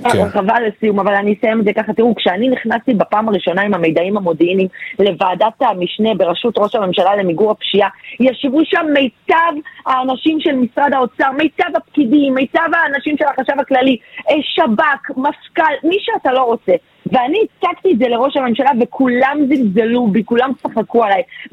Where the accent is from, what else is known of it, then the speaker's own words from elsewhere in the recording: Tel Aviv, Tel Aviv District, Israel; מאיפה שבאתי, מהתחנה המרכזית הישנה שם גדלתי